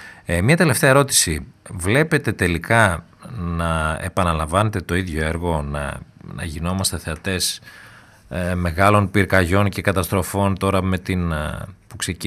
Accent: Greece

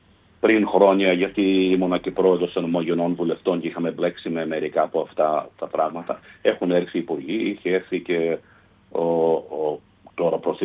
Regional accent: Australia; Είμαστε μια μικρή χώρα, 28 εκατομμύρια

